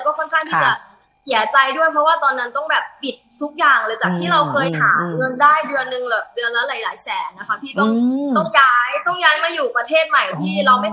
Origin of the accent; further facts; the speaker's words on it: Sukhothai, Thailand; moved away; also born or lived in Bangkok; เติบโตมาที่สุโขทัยค่ะอยู่กับคุณยาย